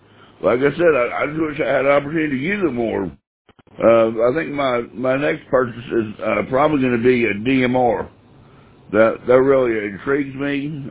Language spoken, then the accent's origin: English; North Carolina, United States; moved away as an adult; also born or lived in Charleston, South Carolina; now in Oklahoma, United States; I grew up in North Carolina. And I don't remember them having Publix in North Carolina.